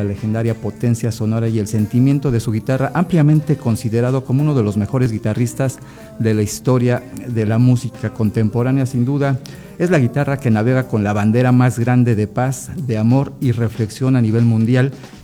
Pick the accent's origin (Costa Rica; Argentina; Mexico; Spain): Mexico; creo que es un privilegio como mexicanos